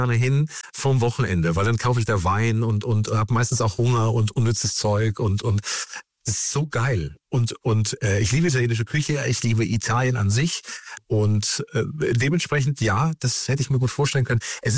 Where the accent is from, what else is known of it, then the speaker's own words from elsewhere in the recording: Germany; dass ich auch als Deutscher